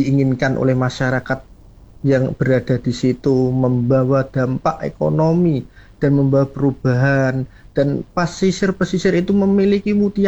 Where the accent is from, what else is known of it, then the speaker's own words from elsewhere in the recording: Rembang, Central Java, Indonesia; Kami dari pesisir asli, Mas, dari Rembang.